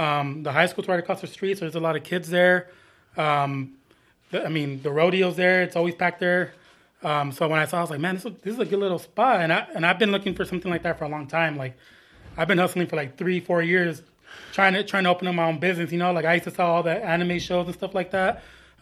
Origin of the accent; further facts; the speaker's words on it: San Bernardino, California, United States; Well, that place for me has a lot of history. I grew up in San Bernardino, especially in the area. My mom still lives down the street from there.